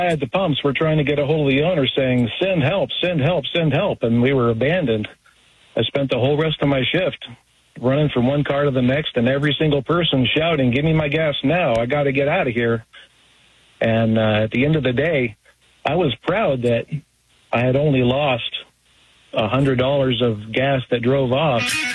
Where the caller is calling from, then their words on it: Bend, Oregon, United States; listening to your radio station on KBND here in Bend